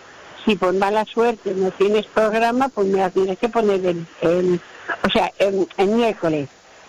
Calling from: Palma, Balearic Islands, Spain; de Palma.

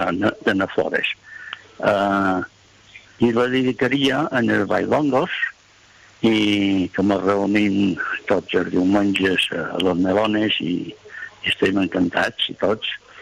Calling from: Inca, Balearic Islands, Spain

